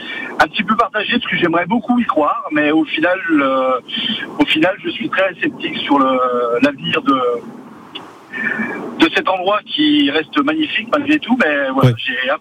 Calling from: Dijon, Bourgogne-Franche-Comté, France; Et je suis à Dijon depuis les années 80.

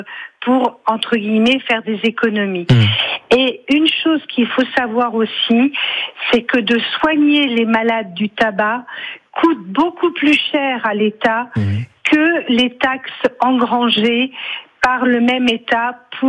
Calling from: Villers-lès-Nancy, Grand Est, France; De Villers-les-Nancy.

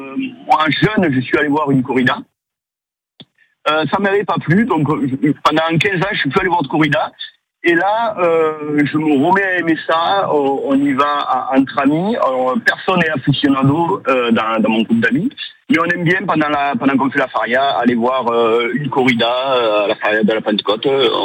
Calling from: Nîmes, Occitanie, France; Je suis à Nîmes.

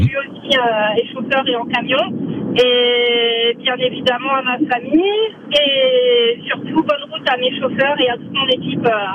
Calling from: Hauts-de-France, France; de Mouflaire, à côté de Pixecourt, entre Pixecourt et Aïlé-au-Clocher.

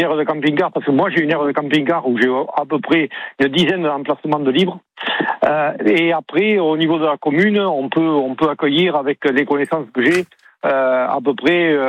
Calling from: Lauzun, Nouvelle-Aquitaine, France; Village de Lauzun, L-A-U-Z-U-N, de Lauzun, et on est situé à 24 km au sud de Bergerac.

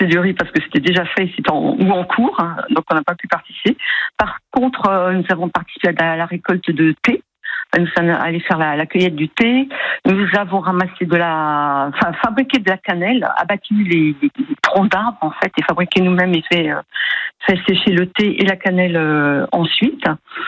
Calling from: Sablé-sur-Sarthe, Pays de la Loire, France; Je suis à Sablé-sur-Sarthe.

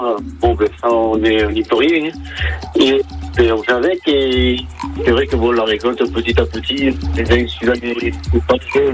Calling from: Occitanie, France; Je vous appelle de Sierras.

